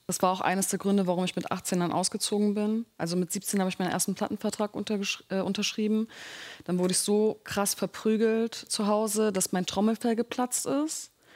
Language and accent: German; Berlin, Germany; ich komme aus Berlin-Moabit. Das war mal sehr laut, sehr viele Türken, sehr viele Araber im Haus. Ich habe drei Geschwister, ich bin mit wenig Geld groß geworden und beide Eltern halt irgendwie aus ganz einfachen Verhältnissen.